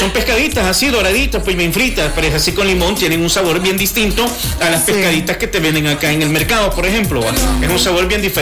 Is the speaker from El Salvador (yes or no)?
yes; El Salvador; ahí sí no soy salvadoreño